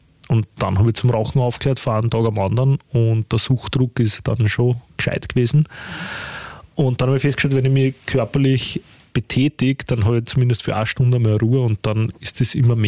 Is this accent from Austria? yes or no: yes; Geiselberg, Lower Austria, Austria; now in Vienna, Austria